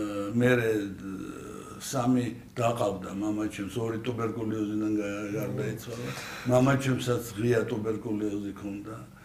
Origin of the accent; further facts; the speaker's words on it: Guria, Georgia; მეც გამოვედი მე გურული იმიტომ რომ გამზარდეს იქ.